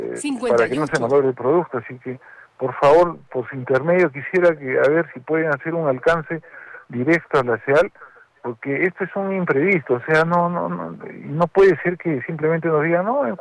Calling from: Arequipa, Peru; Estoy llamando de José Luis Bustamante, primera cuadra del Paseo de la Cultura.

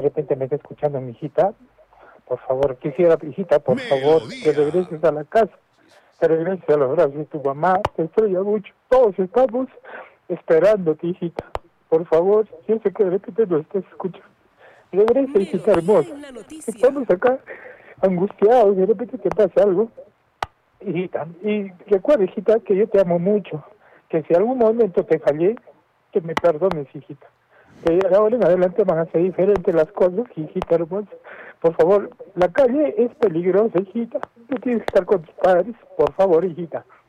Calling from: Arequipa, Peru

